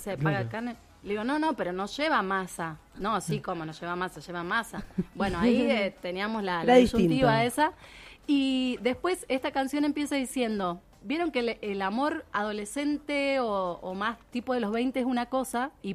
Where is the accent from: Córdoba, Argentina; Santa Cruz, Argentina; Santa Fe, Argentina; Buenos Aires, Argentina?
Buenos Aires, Argentina; Bueno, yo soy murguera. Soy murguera porteña. Y empecé cantando en una murga.